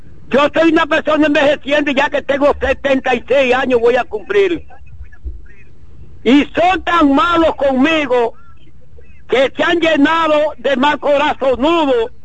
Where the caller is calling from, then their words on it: Dominican Republic; Yo soy dominicano